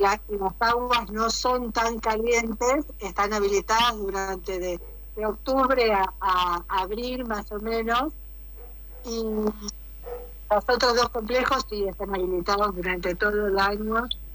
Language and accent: Spanish; Buenos Aires, Argentina; moved away as an adult; now in Concordia, Argentina; Yo soy de Buenos Aires